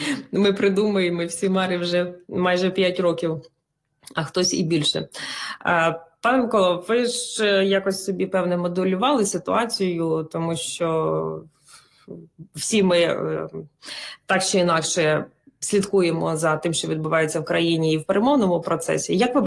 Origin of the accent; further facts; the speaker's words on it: Sumy Oblast, Ukraine; moved away; в моїй рідній Сумській